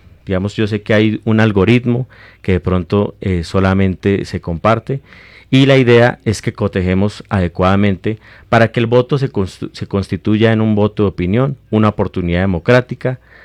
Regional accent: Colombia

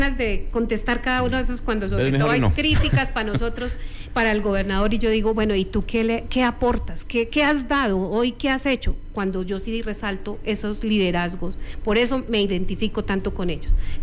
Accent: Aquitania, Boyacá, Colombia; moved away as an adult; now in Bogotá, Colombia; yo soy de Aquitania.

